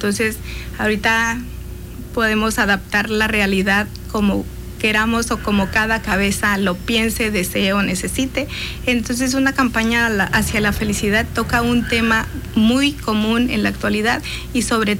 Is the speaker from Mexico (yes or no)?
yes; Sonora, Mexico; somos sonorenses